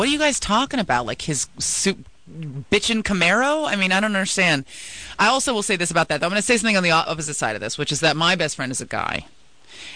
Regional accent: San Francisco, California, United States; I grew up in San Francisco.

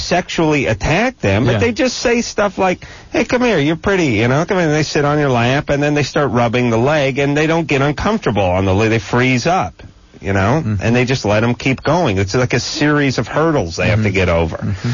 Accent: Los Angeles, California, United States; I feel so cheated by my North Hollywood upbringing.

